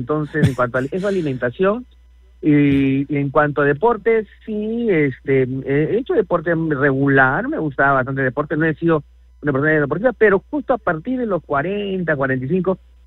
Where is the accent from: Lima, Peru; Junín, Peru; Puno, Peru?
Lima, Peru; uno ve mi DNI, dice Departamento Lima, Provincia Lima, Distrito Lima. Yo nací en los barrios altos, ¿no es cierto? Y luego me crié en Monserrate, Cuartel Primero, o sea, barrios muy criollos, muy limeños